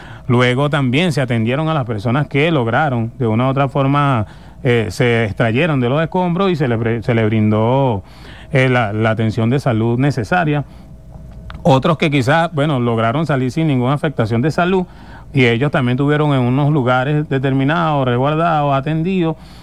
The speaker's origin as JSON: {"language": "Spanish", "country": "Venezuela", "said": "Eso es lo que hablábamos de lo que somos nosotros los venezolanos."}